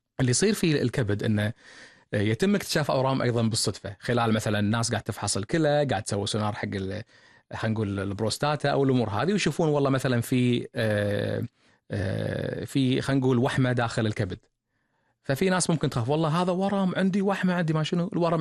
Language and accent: Arabic; Kuwait; احنا عندنا بالكويت